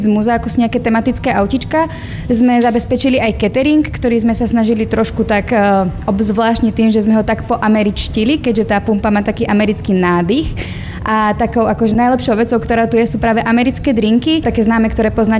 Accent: Brezno, Banská Bystrica Region, Slovakia; som z Brezna a na starosti mám nejaký taký marketing tu v múzeu.

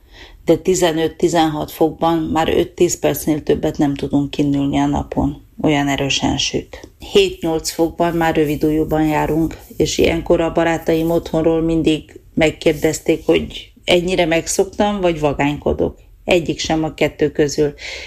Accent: Transylvania, Romania; now in Norway; Erdélyből jöttem ki, mi annak idején úgy tanultuk

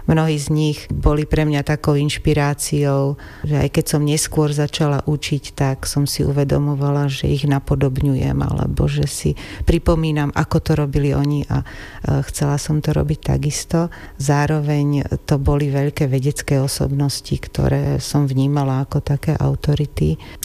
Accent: Gelnica, Košice Region, Slovakia; Pochádzam z Gelnice. Gelnica je mesto v južnej časti Spiša, ktoré má vôbec táto oblasť, má veľmi zaujímavý dialekt. A okrem toho moji rodičia pochádzajú z Gemera.

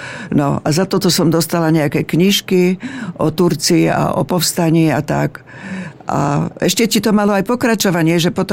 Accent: Blatnica, Žilina Region, Slovakia; lebo my sme boli autobusári z Blatnici

